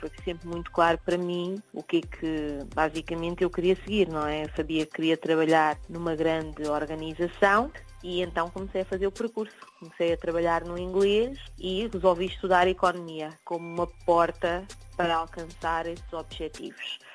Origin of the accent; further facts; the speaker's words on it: Portugal; moved away as an adult; also born or lived in United States / United Kingdom; como portuguesa que sou.